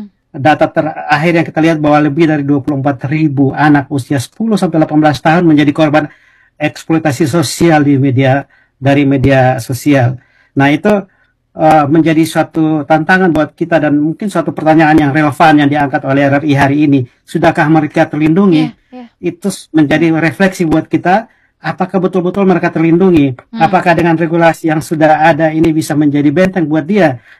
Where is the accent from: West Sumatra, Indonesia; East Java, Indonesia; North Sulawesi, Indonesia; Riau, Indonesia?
East Java, Indonesia; Surabaya; kampung saya Surabaya